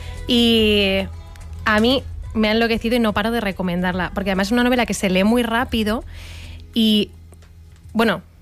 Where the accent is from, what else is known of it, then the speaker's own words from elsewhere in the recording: Madrid, Community of Madrid, Spain; Como buena madrileña no suelo quedarme en agosto en Madrid